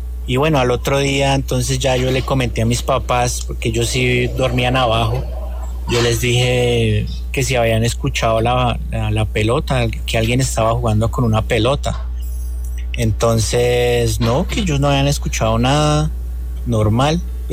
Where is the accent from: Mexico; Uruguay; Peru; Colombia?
Colombia; Tabio, Cundinamarca; Eso fue en mi infancia en Tabio. Yo soy de Tabio.